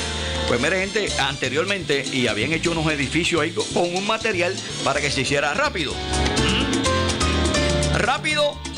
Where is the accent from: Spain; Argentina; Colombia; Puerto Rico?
Puerto Rico; Sabana Grande; moved away as an adult; also born or lived in New York / Philadelphia / Orlando / Tampa; Soy sabaneño de corazón. Nací en el barrio Burén, en la calle Bosque, Sabana Grande, en el pueblo de Sabana Grande. Y me crié en Molina City.